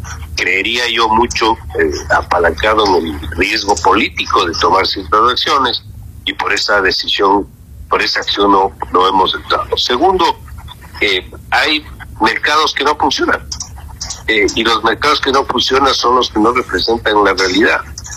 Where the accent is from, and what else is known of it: Ecuador